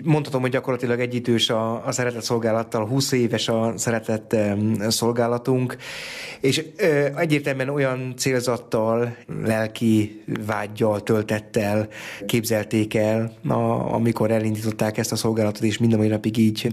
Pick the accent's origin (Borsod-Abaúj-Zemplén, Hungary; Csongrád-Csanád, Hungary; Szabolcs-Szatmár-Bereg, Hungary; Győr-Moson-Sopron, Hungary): Szabolcs-Szatmár-Bereg, Hungary; born there; Nagyon erősen kötődöm Kelet-Magyarországhoz, Észak-Kelet-Magyarországhoz. Szabolcsi, szatmári születésű, származású vagyok. Néhai nagyanyám ózdi születésű volt.